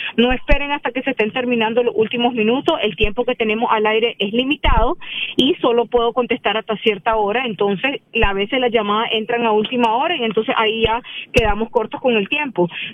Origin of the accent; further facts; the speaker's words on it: Nicaragua; moved away; yo soy nicaragüense